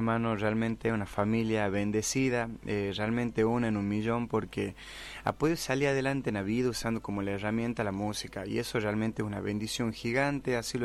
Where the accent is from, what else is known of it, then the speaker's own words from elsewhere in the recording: Salta, Argentina; Y yo soy salteño, nacido y criado en Salta Capital